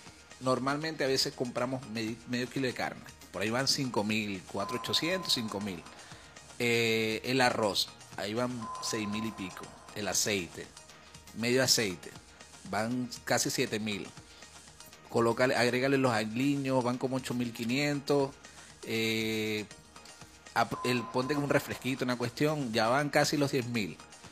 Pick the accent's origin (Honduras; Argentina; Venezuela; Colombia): Venezuela; somos los venezolanos, nos ayudamos entre todos